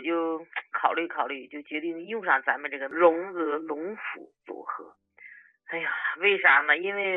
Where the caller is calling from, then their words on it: Beijing, China; 我是北京的